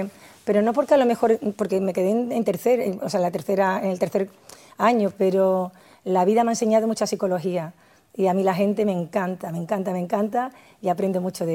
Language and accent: Spanish; Andalusia, Spain